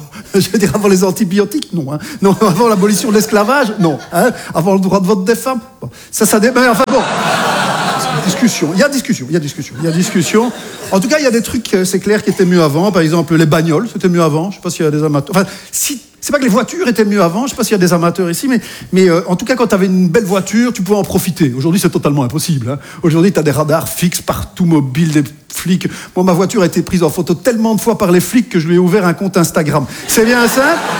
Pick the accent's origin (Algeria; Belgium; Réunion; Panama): Belgium; now in France